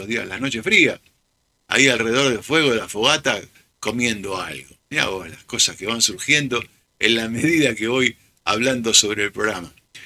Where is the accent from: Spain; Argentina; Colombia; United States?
Argentina; Buenos Aires; born there; La realidad, mi realidad, barrio pobre. Yo nací en Pompeya, esa es mi cuna.